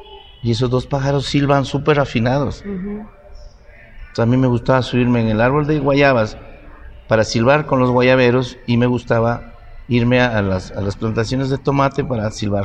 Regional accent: Pimampiro, Imbabura, Ecuador; Porque como nosotros, somos de Pimampiro, en ese tiempo una parroquia, uh-huh. pero nosotros teníamos actividades en el campo, ¿no?

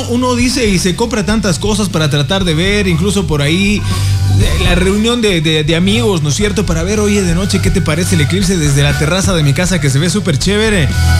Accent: Ecuador; nosotros como ecuatorianos

